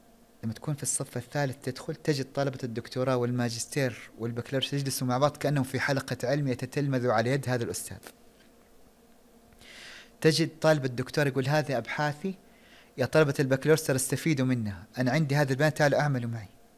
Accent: Saudi Arabia; moved away as an adult; قال لي أنت من فين؟ قلت له من السعودية.

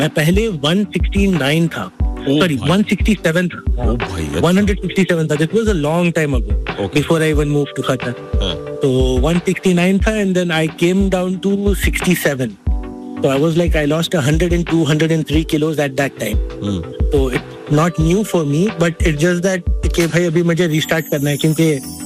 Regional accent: Saudi Arabia; now in Qatar; And being born and raised in middle east, Saudi में पैदा हुआ पला बड़ा, तो मुझे यहाँ के खाने बहुत पसंद, मंदी Bukhari कब्सा and all that stuff.

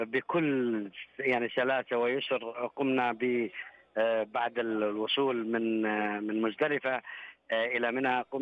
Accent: Jordan; من الأردن،

